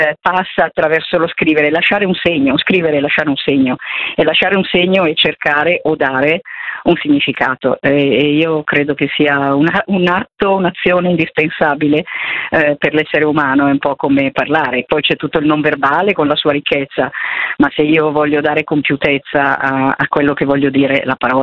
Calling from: Perugia, Umbria, Italy; sono Perugina.

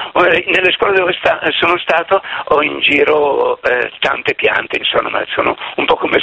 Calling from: Milan, Lombardy, Italy; io sono di Milano

